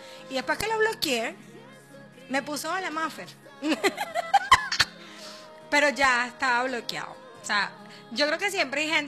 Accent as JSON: {"language": "Spanish", "country": "Venezuela", "said": "Esto es algo que realmente nos está afectando a todos como ciudadanos y como venezolanos."}